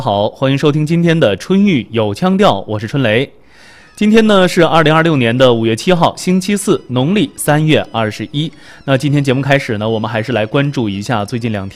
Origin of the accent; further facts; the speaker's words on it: Liaoning, China; accent: Northeastern dialect; 咱们东北话就挺嘎咕啊